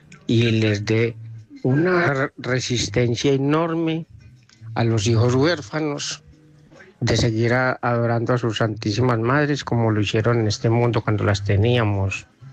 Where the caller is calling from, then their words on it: Bello, Antioquia, Colombia; de Ollaca de Bello.